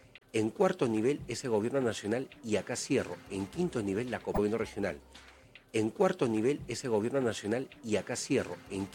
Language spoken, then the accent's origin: Spanish; Peru